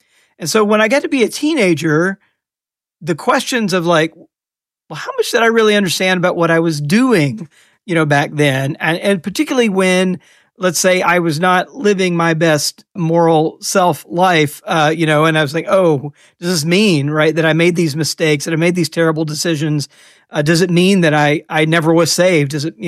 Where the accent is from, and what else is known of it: Deep South, United States; born or raised there